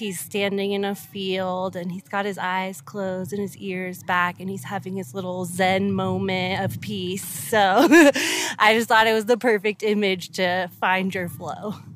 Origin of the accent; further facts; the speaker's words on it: Littleton, Colorado, United States; I'm from Littleton, Colorado, and this is my first time here.